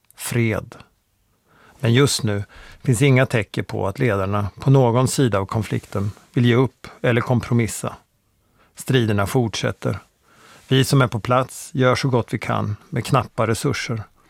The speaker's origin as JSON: {"language": "Swedish", "town": "Borensberg", "region": "Östergötland", "country": "Sweden", "said": "Jag gör som jag brukade göra hemma i Borensberg."}